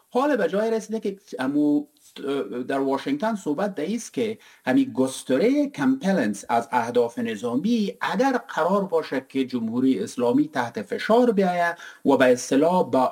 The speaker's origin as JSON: {"language": "Persian", "region": "Herat", "country": "Afghanistan", "said": "ما اصالتا از هرات هستیم، من با فامیلا دوستا در هرات که صحبت میکنم"}